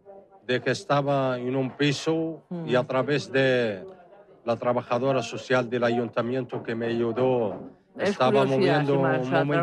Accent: Western Sahara; now in Spain; yo soy del Sahara y vivo con 2 chicos de Marruecos

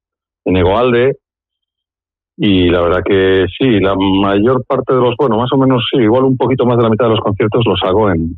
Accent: Galicia, Spain; moved away as an adult; also born or lived in San Sebastián; now in Hendaye, France; que yo soy gallego en realidad y vine pues hace ya unos cuantos años, como 20 años, a estudiar a Musikene y ya me quedé por aquí. Y ahora, pues bueno, pues la vida me ha traído a Hendaya

